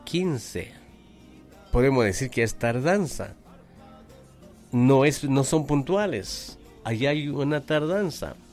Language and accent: Spanish; Guatemala; somos buenos chapines.